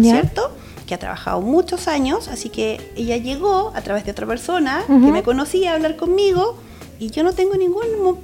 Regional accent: San Javier, Maule, Chile; also born or lived in La Calera, Chile; now in Quillota, Chile; Vivo, de San Javier, pero vivo hace muchos años en la zona. Antes vivía en Calera y ahora vivo en Quillota.

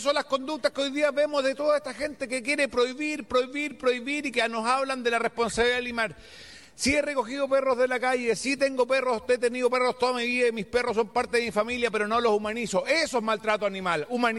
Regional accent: Chile; Respetemos las tradiciones chilenas, porque somos chilenos.

